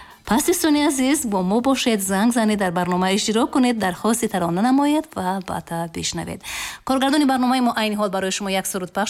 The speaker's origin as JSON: {"language": "Persian", "country": "Tajikistan", "said": "پاشی دارد در وطن عزیز ما تاجیکستان."}